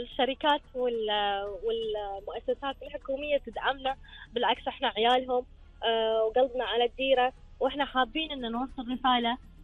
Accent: Kuwait; بعد الرياح عاليه عندنا بالكويت.

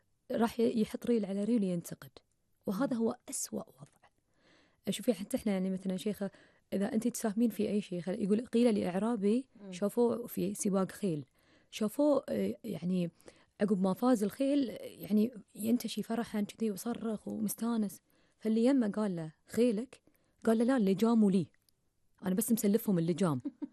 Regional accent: Bahrain; إحنا كلنا معتزين بأن إحنا بحرينيين، بأن إحنا خليجيين. أعتز بسوي في سلوكي الأشياء اللي تعكس أن أنا بحرينية

